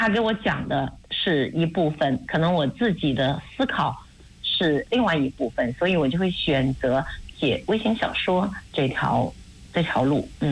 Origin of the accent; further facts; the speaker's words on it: southern China, China; 然后虽然我是南方人，但是我也挺喜欢做馒头的。